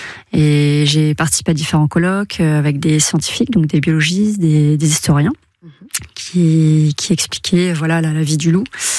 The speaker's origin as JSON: {"language": "French", "region": "Bourgogne-Franche-Comté", "country": "France", "said": "entre chez nous, en Puisaye"}